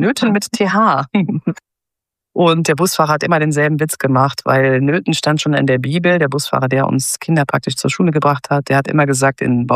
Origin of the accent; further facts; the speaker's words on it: Eifel, Germany; now in Cologne, Germany; Allerdings bin ich auch immer wieder zurückgekommen zur Eifel und habe jetzt wirklich in meinem Heimatort auch ein kleines Theater